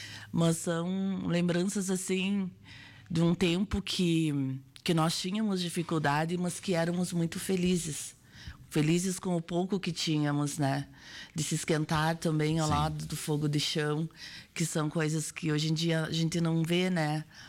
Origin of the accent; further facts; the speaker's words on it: Soledade, Rio Grande do Sul, Brazil; Nasci no Espraiado mesmo.